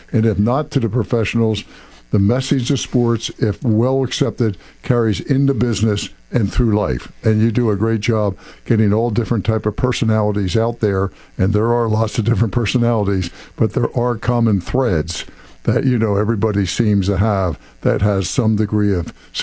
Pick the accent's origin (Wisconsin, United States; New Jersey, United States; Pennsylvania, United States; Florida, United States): New Jersey, United States; I was fortunate enough in high school, I'm from South Jersey, and my high school team never lost for like 3 years.